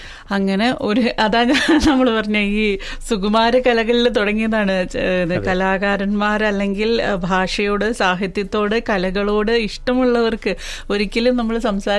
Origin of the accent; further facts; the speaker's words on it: Thiruvananthapuram, Kerala, India; ഞാൻ തിരുവനന്തപുരത്തുകാരിയാണ്